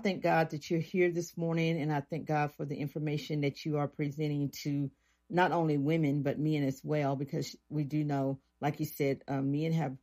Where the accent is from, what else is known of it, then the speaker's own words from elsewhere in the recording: Kentucky, United States; we're from Kentucky, both you and I.